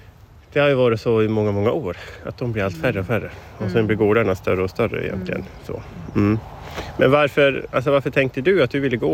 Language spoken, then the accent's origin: Swedish; Sweden; Jag är uppvuxen på mjölkgård i Risel.